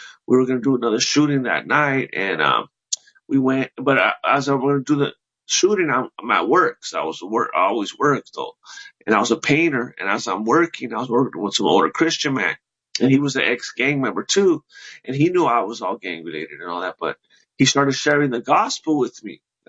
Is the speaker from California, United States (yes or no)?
yes; La Puente, California, United States; I'm from La Puente, California.